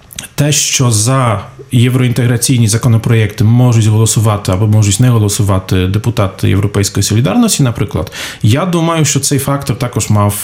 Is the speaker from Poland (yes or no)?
yes; Poland; наскільки мені можна виступати як звичайний поляк